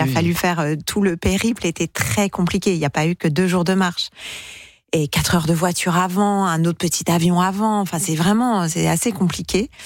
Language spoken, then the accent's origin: French; Normandy, France; Voilà, en tant que Normande, quand même.